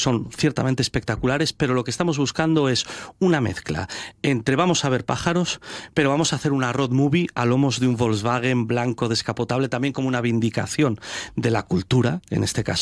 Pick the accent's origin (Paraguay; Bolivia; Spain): Spain; Caces, Asturias; also born or lived in Bayovín; en mi barrio de Bayovín, ¿no? En mi barrio natal, antes de marchar a otro lugar que también visitamos en la serie, donde también me crió a partir de los 11 años, que es Caces, a la ribera del Nalón.